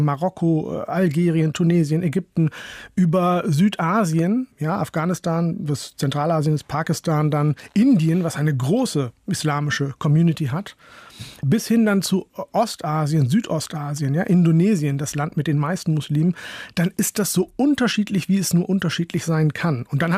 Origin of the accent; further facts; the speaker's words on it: Northern Germany, Germany; Tatsächlich komme ich aus Holland-Wiel, fliehe aus einem Dorf in Norddeutschland, aber das meinen die nicht.